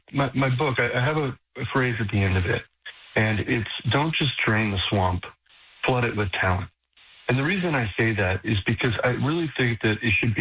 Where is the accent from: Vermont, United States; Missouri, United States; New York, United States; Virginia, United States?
New York, United States; Just the people are so inviting. Being a New Yorker coming into Houston, it was just incredible.